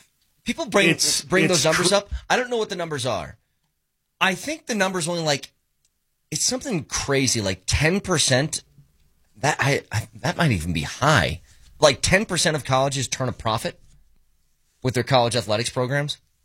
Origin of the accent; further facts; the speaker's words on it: Midwest, United States; I'm from the Midwest.